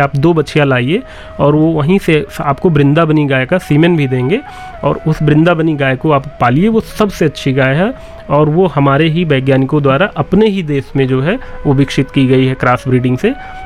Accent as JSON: {"language": "Hindi", "town": "Milkipur", "region": "Uttar Pradesh", "country": "India", "said": "पड़ोस का जिला हमारा भी, मैं भी अयोध्या के मिल्कीपुर का रहने वाला हूं"}